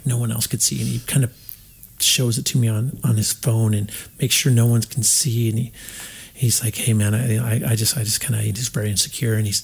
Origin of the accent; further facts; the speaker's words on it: Los Angeles, California, United States; moved away; I grew up in Los Angeles